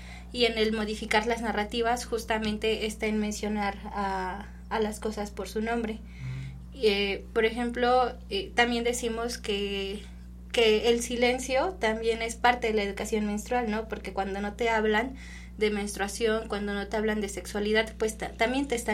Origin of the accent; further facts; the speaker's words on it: Mexico; es parte de nuestra identidad como mexicanos